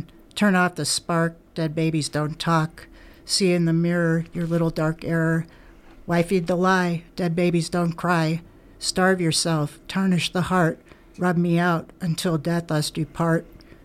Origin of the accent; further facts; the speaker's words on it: Canada; born there; Her mother, my grandmother, sent her to Montreal because I was born in Canada, knew it was a girl.